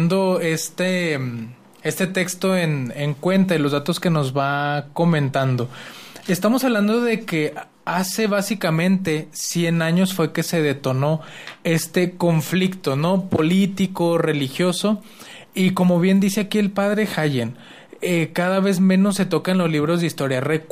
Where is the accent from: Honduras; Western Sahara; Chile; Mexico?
Mexico; nuestra identidad como mexicanos, como católicos mexicanos